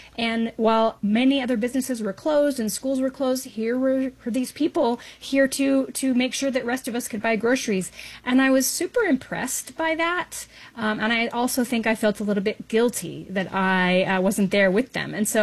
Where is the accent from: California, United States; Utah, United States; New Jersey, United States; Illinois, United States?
Utah, United States